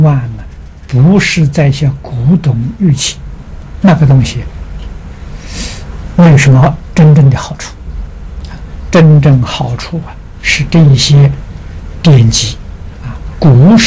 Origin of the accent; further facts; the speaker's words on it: Anhui, China; moved away; 我们家乡啊，好像安徽省呢